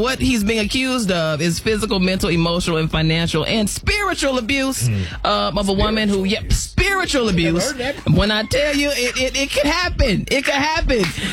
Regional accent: Chicago, Illinois, United States; I'm from Chicago, and I'm with Alton on this.

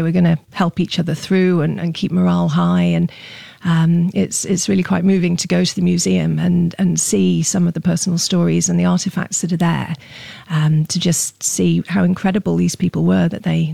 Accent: United Kingdom; now in Singapore; I feel I'm looking at it through a British lens, being a British woman living here, writing about a British woman visiting here.

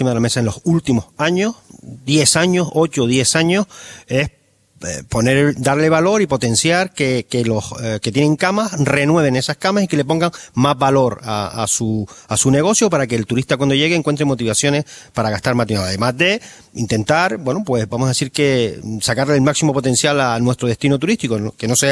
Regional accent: San Bartolomé de Tirajana, Canary Islands, Spain; Yo soy del sur. Tú sabes que yo soy del sur de Gran Canaria, soy de San Bartolomé, de Tirajana.

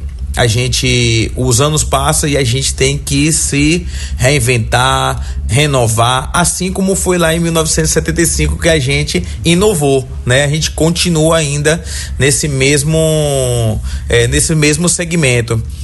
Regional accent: Bahia, Brazil; orgulho para nós que somos baianos

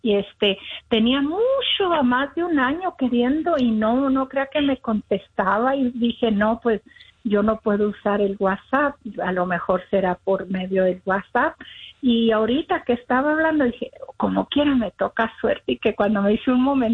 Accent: Chihuahua, Mexico; also born or lived in Los Angeles; now in Denver, United States

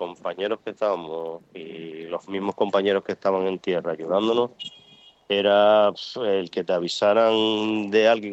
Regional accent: Lanzarote, Canary Islands, Spain; moved away as an adult; now in Ceuta, Spain; Sí, nací en Gran Canaria y, vamos, me crié en Lanzarote.

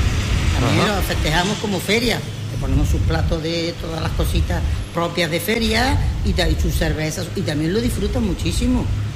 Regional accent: Adamuz, Andalusia, Spain; accent: Adamuz S (almuseña); now in Pozoblanco, Spain; Yo soy de Adamu.

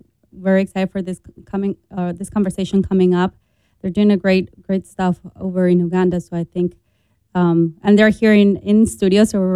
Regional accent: Monterrey, Nuevo León, Mexico; it's funny how my hometown becomes our family destination now, because we go there to visit my parents and my family back in Monterrey. So that's our go-to vacation, going to Monterrey. It's a beautiful city with mountains, and it's the third largest city in Mexico.

